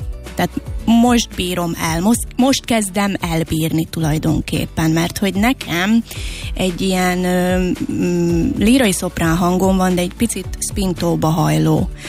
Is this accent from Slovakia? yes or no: yes; Komárno, Nitra Region, Slovakia; Felvidéken születtem, Komáromban, uh-huh. Révkomáromban, és egy kis faluban nevelkedtem tulajdonképpen uh-huh. a szüleimmel, és 4 testvéremmel, és 5. gyerekként születtem.